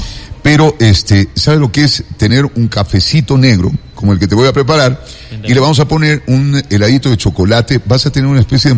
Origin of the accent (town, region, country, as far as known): Ecuador